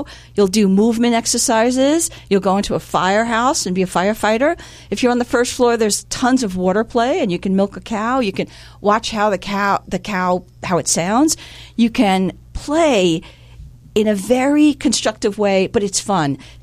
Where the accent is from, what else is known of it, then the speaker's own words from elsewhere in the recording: New York City, New York, United States; now in Springfield, United States; Born and raised, sir. Yep, 10 of us in a 3-bedroom apartment.